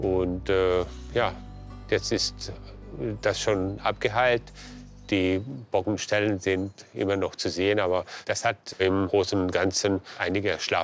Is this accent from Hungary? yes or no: yes; Hungary; moved away as an adult; now in Hannover, Germany; Ich komme ursprünglich aus Ungarn.